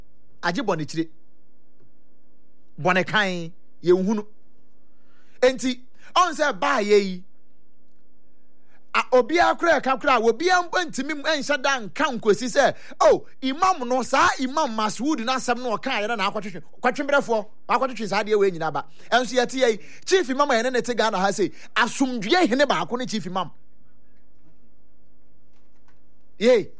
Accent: Ghana; But me, I'm not looking at any political angle. I'm looking into this issue as a Ghanaian.

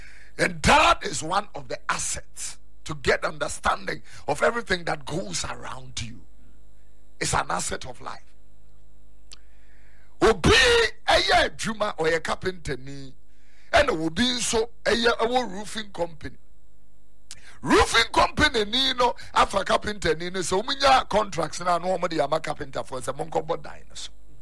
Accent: Accra, Greater Accra, Ghana; I was born in Accra, so I see myself more as a girl than a queer person.

